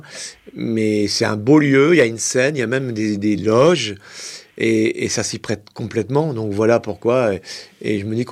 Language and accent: French; Pays de la Loire, France; parce que moi je viens de la campagne, je viens du pays de Goulaines, donc j'ai grandi en zone rurale et j'aime bien la simplicité de la campagne